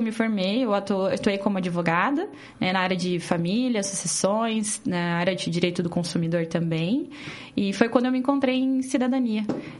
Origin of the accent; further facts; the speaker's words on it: Almirante Tamandaré, Paraná, Brazil; Eu sou nascida em Almirante Tamandaré